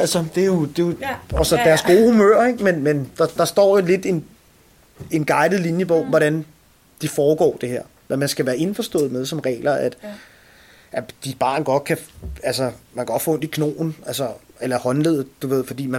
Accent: Amager, Capital Region of Denmark, Denmark; Jeg er selv fra Amager, selv. Alle mine 37 år har jeg boet her.

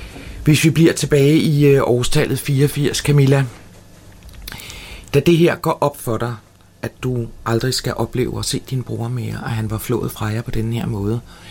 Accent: Copenhagen, Capital Region of Denmark, Denmark

